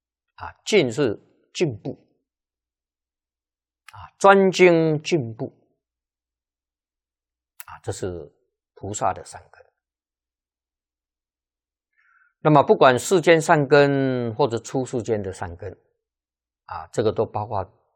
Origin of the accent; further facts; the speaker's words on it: China; 那我们中国人习惯了用善恶，不用黑白。